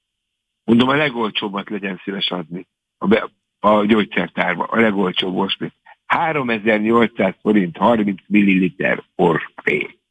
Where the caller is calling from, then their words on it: Budapest, Hungary; Hát én budapesti vagyok